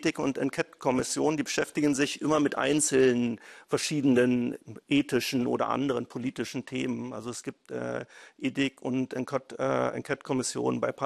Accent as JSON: {"language": "German", "town": "Salzwedel", "region": "Saxony-Anhalt", "country": "Germany", "tie": "born or raised there", "said": "Das ist meine Heimatstadt. Also ich wurde hier geboren in der Goethestraße, in das so ein rotes Backsteinhaus mit so einer eingravierten Sonne in der Front."}